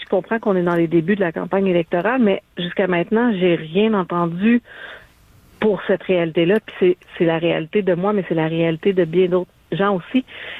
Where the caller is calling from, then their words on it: Lévis, Quebec, Canada; Là, moi, je suis à Lévis